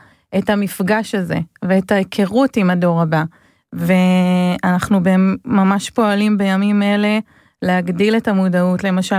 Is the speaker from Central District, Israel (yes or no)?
no; Arad, Southern District, Israel; אני יכולה להגיד שאני גדלתי בערד